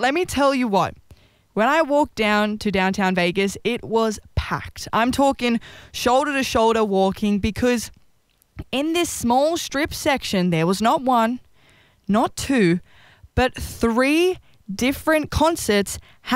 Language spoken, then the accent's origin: English; Australia; all my hot takes from being in America and all these things that we can take as Aussies and make better.